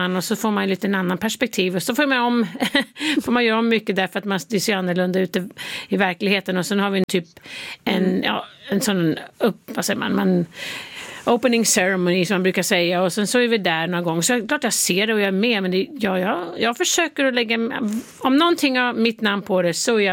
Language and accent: Swedish; Sweden; now in United States; Ja, jag är fortfarande svensk medborgare. Det måste jag tala om. Barnen är ju svensk medborgare också, så försöker hålla den kontakten.